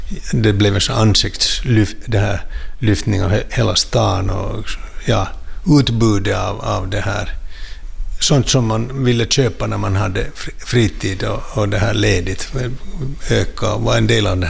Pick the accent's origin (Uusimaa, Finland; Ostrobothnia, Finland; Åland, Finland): Uusimaa, Finland; Helsinki; som helsingforsare tycker jag det hör till.